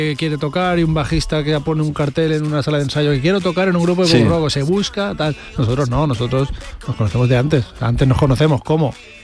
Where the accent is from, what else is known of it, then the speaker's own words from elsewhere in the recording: Valencia, Valencian Community, Spain; yo soy de Valencia, porque a mí me gusta ser abanderado de mi tierra.